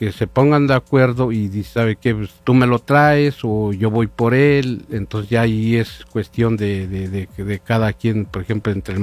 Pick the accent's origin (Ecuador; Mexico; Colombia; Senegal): Mexico; Chicavasco, Hidalgo; vengo de la comunidad de Chicabasco.